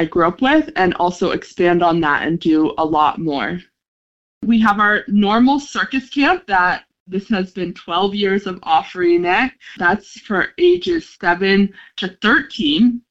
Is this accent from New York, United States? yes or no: yes; New York, United States; born there; now in Cape Cod, United States; I grew up in New York, a little upstate from New York City